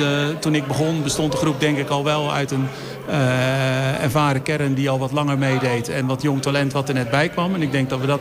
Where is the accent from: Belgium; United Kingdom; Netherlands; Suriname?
Netherlands; Strijen, South Holland; also born or lived in Dordrecht; Ik ben in Dordt geboren in het ziekenhuis, maar ik woon sinds dag 2 zeg maar in Strijen en dan ben ik ook nog nooit weggegaan.